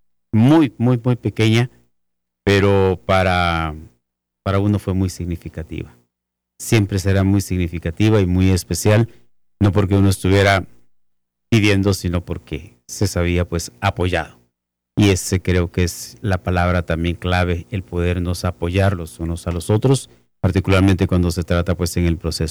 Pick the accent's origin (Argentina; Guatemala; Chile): Guatemala